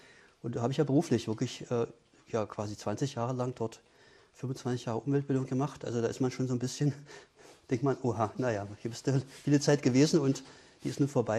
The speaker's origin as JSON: {"language": "German", "town": "Potsdam", "region": "Brandenburg", "country": "Germany", "moved": "yes", "lives_now": "Dessau, Germany", "said": "ich komme eigentlich aus Potsdam."}